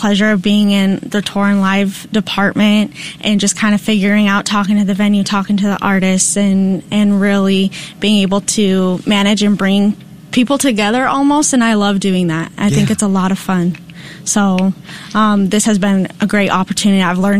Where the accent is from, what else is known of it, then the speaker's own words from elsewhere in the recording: Arizona, United States; now in Nashville, United States; So I'm from Arizona. I've moved around a whole lot in my life, but all the little intricate things led me to Nashville.